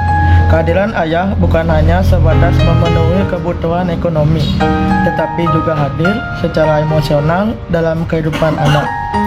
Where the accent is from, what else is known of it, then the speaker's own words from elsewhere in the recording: Klungkung, Bali, Indonesia; asal dari Klungkung.